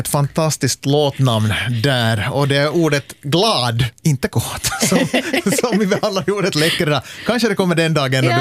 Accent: Ostrobothnia, Finland; Ja, det kan ju hända att det beror på att jag är från Österbotten, att det har hörts därifrån

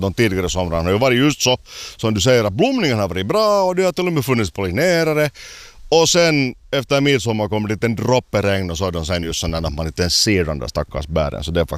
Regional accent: Espoo, Uusimaa, Finland; Jag kommer själv från Ladusved, alltså där i sydvästra Esbo.

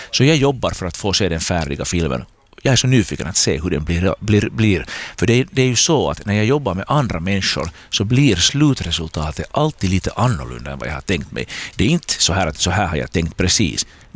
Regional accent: Porvoo, Uusimaa, Finland; När jag var tonåring här i Borgå, gick i Strömborska, så kunde det ta 1, 2, kanske 3 år innan jag såg en film.

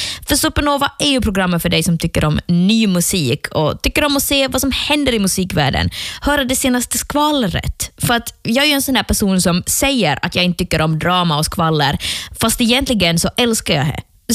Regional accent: Ostrobothnia, Finland; moved away; jag har varit hemma i Österbotten några dagar

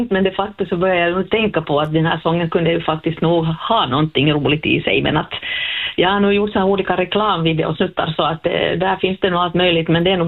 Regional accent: Sweden; first language Swedish; i och med att svenska är mitt modersmål och så här, så att man sen ändå använder det lite här och där

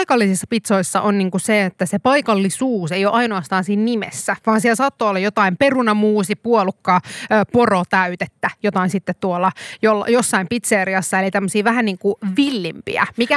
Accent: Kuopio, North Savo, Finland; Mä oon Kuopiosta.

